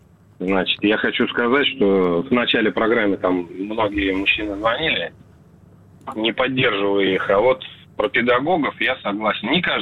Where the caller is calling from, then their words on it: Krasnodar Krai, Russia; also born or lived in Tomsk; Я звоню вам с Кубани. Раньше проживал в городе Томск.